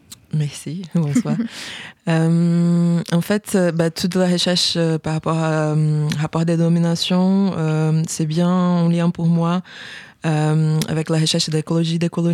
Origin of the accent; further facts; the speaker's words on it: Rio de Janeiro, Brazil; French is a second language; un voyage d'exploration qui est arrivé à, chez moi, à Rio de Janeiro.